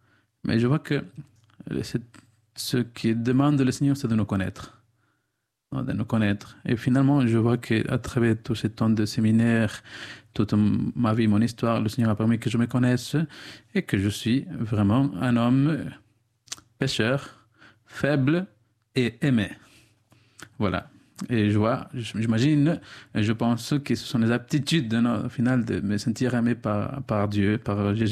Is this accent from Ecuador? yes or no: yes; Ecuador; now in Bayonne, France; je viens de l'Équateur, j'ai 30 ans. Bon, je viens d'une famille de 9 enfants, moi je suis le septième, alors entre le petit. Et voilà, je suis à Bayonne depuis 9 ans.